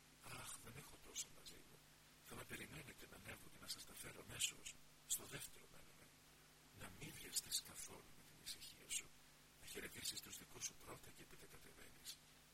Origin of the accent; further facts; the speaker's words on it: Peloponnese, Greece; Εγώ είμαι Πελοποννήσιος, Βουνίσιος, Αρκάς, κάτω από τα Βλάκη που λένε.